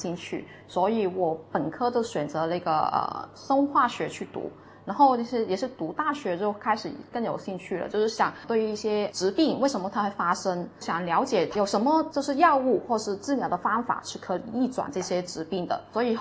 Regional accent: Macau; 是澳门人

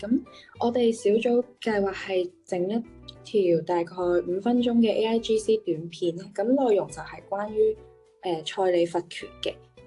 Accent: Hong Kong; 咁大家好，我系嚟自香港嘅实习生 … 。咁我依家就读于香港树人大学嘅艺术科技文化专业啦。

